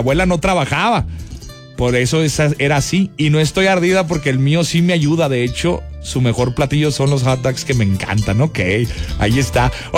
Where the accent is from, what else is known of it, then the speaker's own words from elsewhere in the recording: Mexico; Bueno, uno como mexicano. El promedio es de 16 horas semanales.